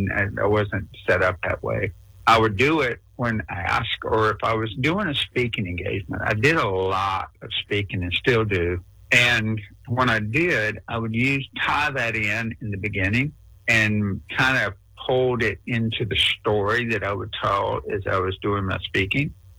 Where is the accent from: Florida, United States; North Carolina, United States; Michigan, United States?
North Carolina, United States; Alamance County; he was going to open a club in my hometown in Alamance County, North Carolina